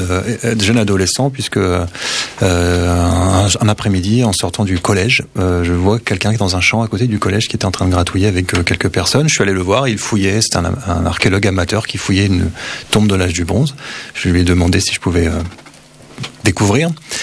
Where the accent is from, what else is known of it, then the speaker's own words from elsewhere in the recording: Bourgogne-Franche-Comté, France; moved away; je viens de la Bourgogne